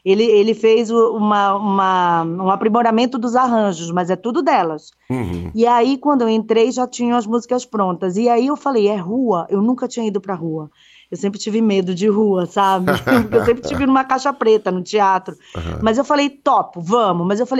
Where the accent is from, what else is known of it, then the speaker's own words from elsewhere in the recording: Belém, Pará, Brazil; moved away as an adult; also born or lived in Belo Horizonte; now in São Paulo, Brazil; eu sou de Belém do Pará, eu me formei em engenharia civil em Belém e eu fui fazer mestrado na UFMG aí.